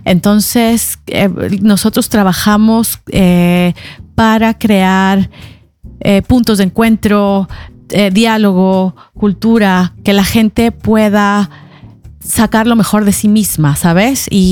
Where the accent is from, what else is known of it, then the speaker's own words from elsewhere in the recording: Mexico City, Mexico; now in Norway; soy de la Ciudad de México